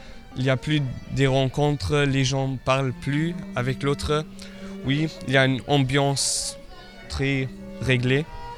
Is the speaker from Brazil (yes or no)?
no; Luxembourg; now in Vianden, Luxembourg; je suis du Luxembourg, j'habite à Vianden, je vais au lycée classique à Dikirch